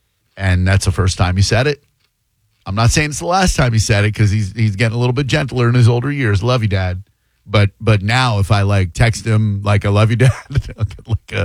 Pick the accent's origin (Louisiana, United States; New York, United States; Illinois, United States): New York, United States; Far Rockaway; born there; I was born in Far Rockaway, never really brought up in Manhattan. I did go to the city a lot. My grandparents live in Larchmont.